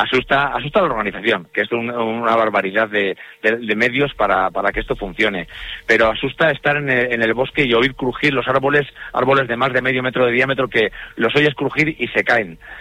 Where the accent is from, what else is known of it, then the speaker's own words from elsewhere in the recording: Basque Country, Spain; nosotros en el País Vasco tenemos un bosque más fresco